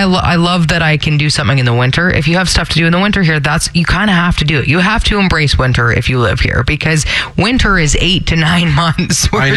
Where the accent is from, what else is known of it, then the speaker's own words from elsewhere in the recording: Brampton, Ontario, Canada; moved away; Where I grew up in Brampton, it was so warm in the winter